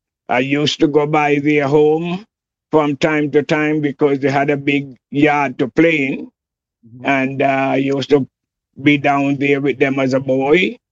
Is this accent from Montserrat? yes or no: yes; Montserrat; Well, to begin, I was born on Glendon Hospital. I resided in Boston Village all my life. My entire 45 years in Montreal, Boston Village was my home.